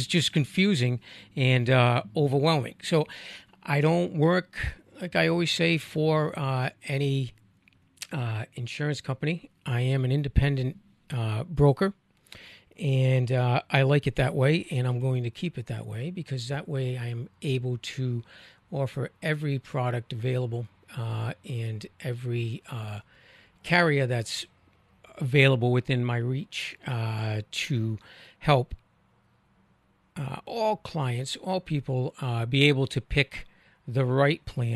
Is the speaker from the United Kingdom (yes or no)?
no; Rhode Island, United States; accent: Rhode Island; I try my hardest to not project my Rhode Island accent